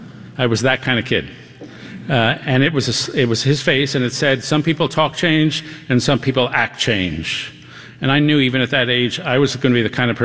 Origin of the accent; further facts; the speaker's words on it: New York City, New York, United States; I grew up in New York City, which is not an obvious tie.